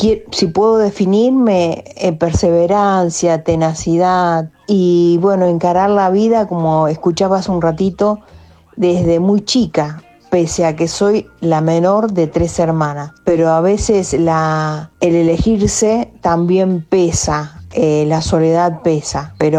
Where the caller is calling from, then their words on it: Río Cuarto, Córdoba, Argentina; de Río Cuarto, Córdoba.